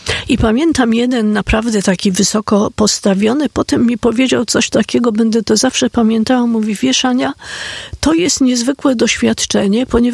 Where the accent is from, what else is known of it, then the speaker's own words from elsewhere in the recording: Warsaw, Masovian Voivodeship, Poland; Jeżeli pamięta pan PRL i mieszkał pan w kamienicy, ja się wychowałam w kamienicy na Grochowie, to w tej kamienicy była, w piwnicy była wspólna pralnia